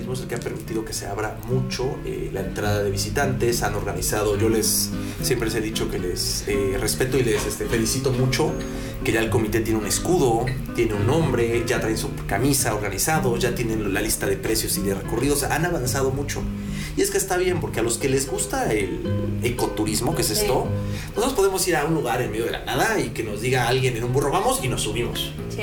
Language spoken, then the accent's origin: Spanish; Mexico City, Mexico; A mí como chilango ver tráfico de 3 horas, digo, bueno, pues no pasa nada, ¿no?